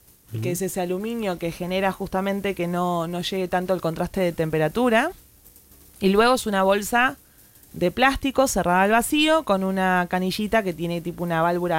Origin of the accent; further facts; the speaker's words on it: Argentina; los argentinos somos los mejores del mundo.